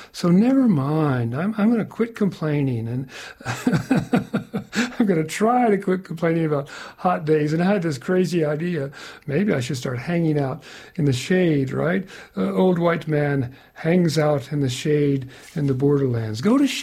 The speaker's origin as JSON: {"language": "English", "region": "Eastern United States", "country": "United States", "tie": "born or raised there", "moved": "yes", "lives_now": "Arizona, United States", "said": "Ms. Mosquiti and I are both our childhood Easterners. We grew up in the East"}